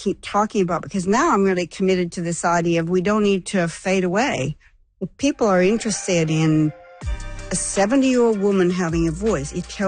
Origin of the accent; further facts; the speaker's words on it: Canada; moved away as an adult; now in Australia; I'm a Canadian living in Australia. I've been here 40 years. On the approach of my 70th birthday